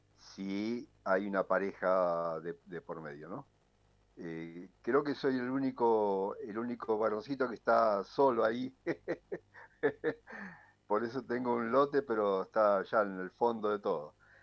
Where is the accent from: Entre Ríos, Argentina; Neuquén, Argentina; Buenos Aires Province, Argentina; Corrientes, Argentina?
Buenos Aires Province, Argentina; Burzaco; also born or lived in Frías, Santiago del Estero; yo me tuve que criar en Bursaco